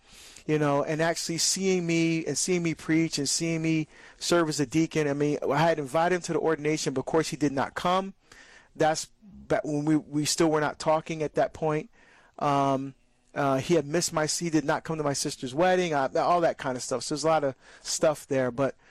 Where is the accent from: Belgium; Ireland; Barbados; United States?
Barbados; very popular in my country, my home country of Barbados. In fact, when my daughter Angela and I go home, I call home Barbados, that's where I'm from, right?